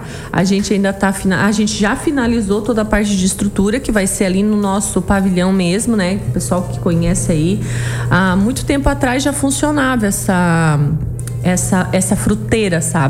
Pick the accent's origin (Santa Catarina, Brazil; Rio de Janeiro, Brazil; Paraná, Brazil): Santa Catarina, Brazil; Araranguá; now in Sombrio, Brazil; Eu digo que aqui é a minha cidade também, apesar que eu sou de Araranguá.